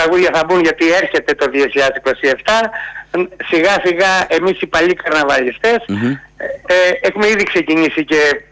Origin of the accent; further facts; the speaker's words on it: Patras, Western Greece, Greece; Αγαπάω την πόλη μου. Είμαι γέννημα Θρεμαπατρινός. Ασχολούμαι με τα κοινά της πόλης